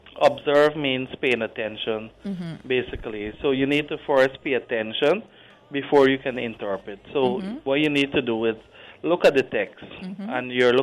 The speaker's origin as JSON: {"language": "English", "region": "Demerara-Mahaica", "country": "Guyana", "said": "Good morning, Guyana. … I'm from the East Coast of Demerara."}